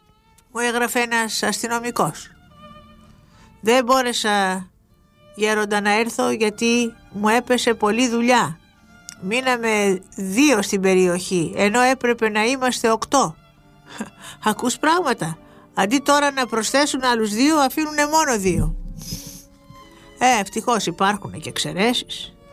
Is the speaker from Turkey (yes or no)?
yes; Pharasa, Kayseri Province, Turkey; Παλιά στην πατρίδα μου στα Φάρασα έλεγαν